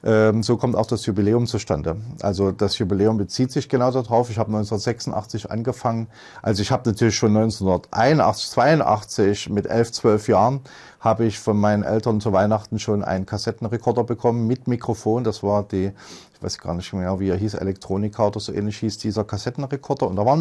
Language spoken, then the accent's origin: German; Leipzig, Saxony, Germany; 1970 geboren in Leipzig, noch wohnhaft in Leipzig.